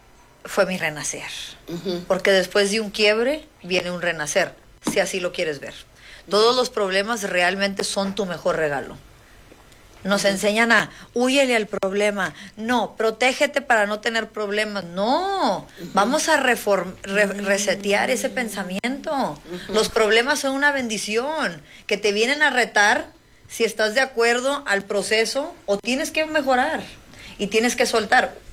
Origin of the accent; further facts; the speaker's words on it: Mexico; Yo soy chaparrita, mexicana, voluptuosita, y de pierna corta, ¿no?, como decimos.